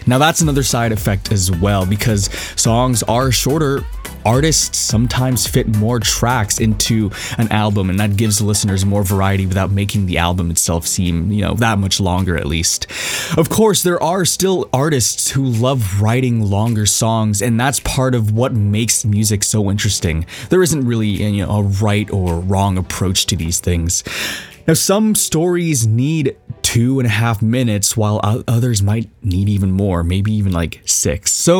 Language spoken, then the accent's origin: English; Canada; Sorry, I'm Canadian.